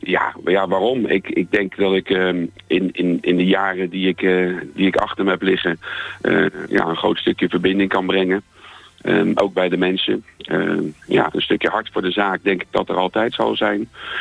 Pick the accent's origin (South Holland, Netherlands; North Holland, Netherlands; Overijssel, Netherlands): South Holland, Netherlands; The Hague; born there; now in Alphen aan de Rijn, Netherlands; is 59 jaar, geboren in Den Haag. Naar het mooie Alphen aan de Rijn gekomen omdat ik de winkel gestart